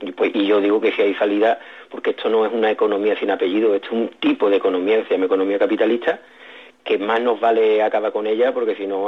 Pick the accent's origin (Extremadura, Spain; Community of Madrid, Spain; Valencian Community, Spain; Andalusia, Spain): Andalusia, Spain; Morón de la Frontera; yo soy de Morón de la Frontera, entonces aquí el flamenco como que lo tienes ahí detrás, ¿no?